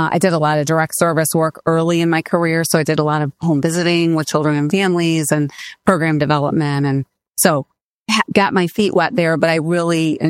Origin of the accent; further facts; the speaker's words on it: Michigan, United States; moved away as an adult; now in Tampa, United States; I actually grew up in Michigan.